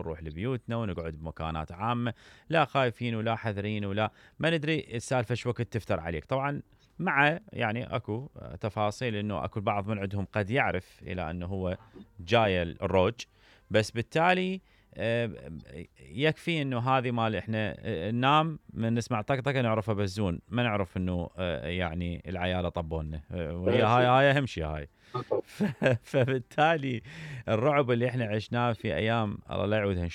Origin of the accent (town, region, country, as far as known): Iraq